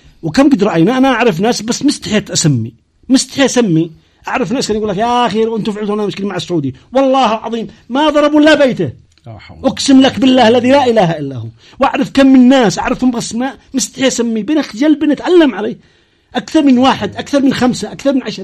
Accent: Yemen; فما احنا يمنيين.

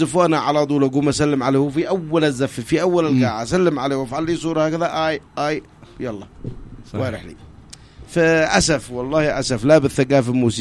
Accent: Yemen

